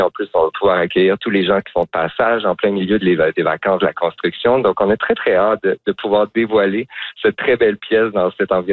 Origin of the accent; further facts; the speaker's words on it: Quebec, Canada; Puis comme je viens de la Gaspésie, ici, de la baie des Chaleurs